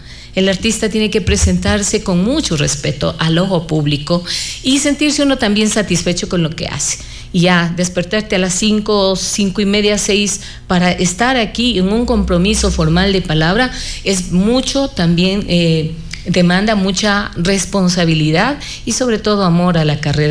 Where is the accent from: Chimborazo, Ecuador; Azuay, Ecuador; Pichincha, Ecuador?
Chimborazo, Ecuador; Riobamba; como ecuatoriana, como riobambeña